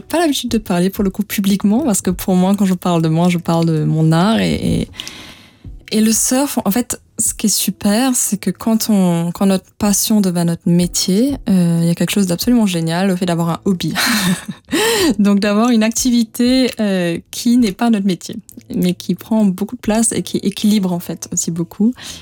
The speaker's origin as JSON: {"language": "French", "town": "Tamarin", "region": "Black River", "country": "Mauritius", "tie": "born or raised there"}